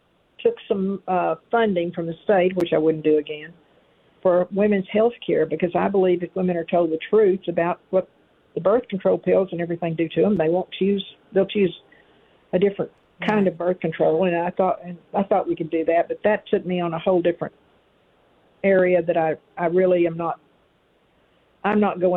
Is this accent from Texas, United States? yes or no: yes; San Saba, Texas, United States; And then I went to my hometown of San Saba and went to the Ministerial Alliance